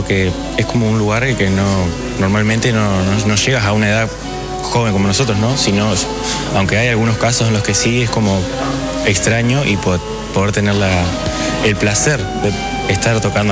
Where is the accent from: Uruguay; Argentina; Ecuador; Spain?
Uruguay; Maldonado; yo soy de Maldonado y tocaba en un ensamble allá